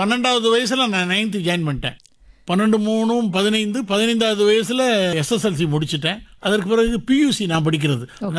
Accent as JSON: {"language": "Tamil", "town": "Kovilpatti", "region": "Tamil Nadu", "country": "India", "tie": "born or raised there", "also_born_or_lived": "Virudhunagar", "said": "ஆமா, நான் பிறந்தது வந்து விருதுநகர், படிச்சது வளர்ந்தது எல்லாமே கோவில்பட்டி."}